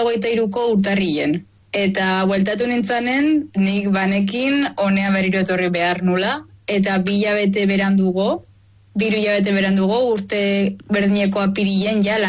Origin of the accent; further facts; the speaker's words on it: Tolosa, Basque Country, Spain; now in Maldives; ni Tolosarra naiz.